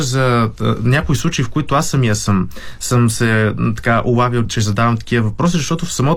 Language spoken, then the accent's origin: Bulgarian; Sofia, Sofia City, Bulgaria; аз съм от София, целият ми живот е прекаран тук, обаче се оказа, че нищо не знам.